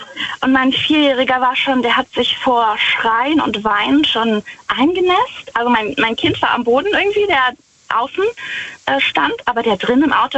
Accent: Wittlich, Rhineland-Palatinate, Germany; Ich bin aus der Nähe von Wittlich.

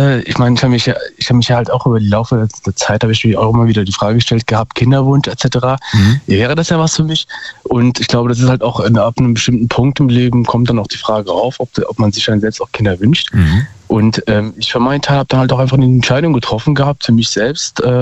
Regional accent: Darmstadt, Hesse, Germany; Ich bin hier aus Umgebung Darmstadt.

